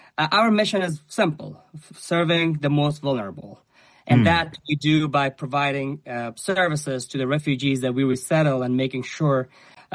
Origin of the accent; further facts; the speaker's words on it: Afghanistan; moved away as an adult; now in Roanoke, United States; I am from Afghanistan, and I came through a program we call Special Immigrants Visa.